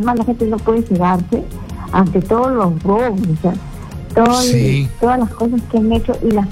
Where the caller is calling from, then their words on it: Lima, Peru; De la Victoria.